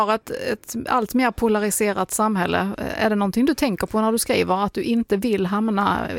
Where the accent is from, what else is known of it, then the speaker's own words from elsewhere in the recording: Viby, Skåne, Sweden; accent: Viby dialect; Jag kommer ju från Viby, så att min är i Viby-dialekt.